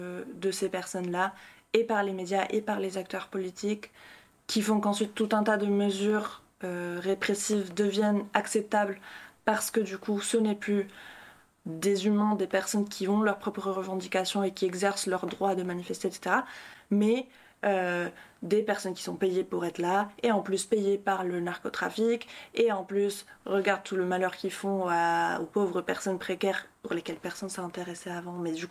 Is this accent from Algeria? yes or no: no; Bolivia; now in France; Je suis bolivienne. J'habite en France.